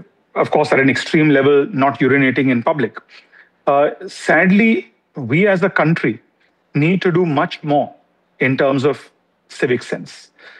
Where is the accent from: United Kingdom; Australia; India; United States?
India; as an Indian, as a citizen first